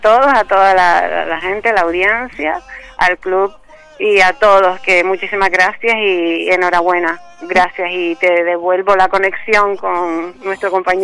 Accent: Canary Islands, Spain; Sabemos que Canarias es un pueblo solidario, pero mi pueblo es que vamos, se llama La Palma.

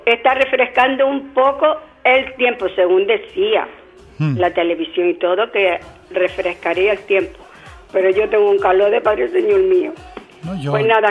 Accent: Canary Islands, Spain; yo soy española y primero, y también soy canaria

